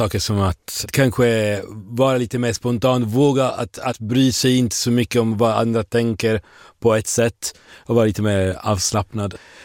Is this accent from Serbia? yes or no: no; Sardinia, Italy; Swedish is a second language; now in Gothenburg, Sweden; jag kommer från Sardinien som är en ganska stort turistdestination.